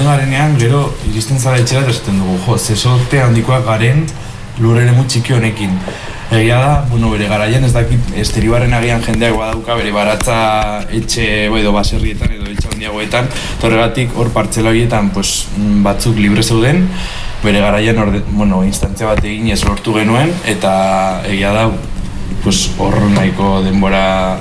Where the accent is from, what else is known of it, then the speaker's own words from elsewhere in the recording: Pamplona, Navarre, Spain; Ba, bueno, pues, Mendillorrikoak gara, Mendillorriozokoak